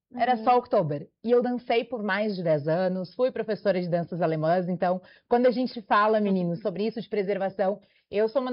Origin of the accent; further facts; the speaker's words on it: Santa Cruz do Sul, Rio Grande do Sul, Brazil; moved away as an adult; now in São Paulo, Brazil; Eu sou natural de Santa Cruz do Sul, uma cidade com 130 mil habitantes.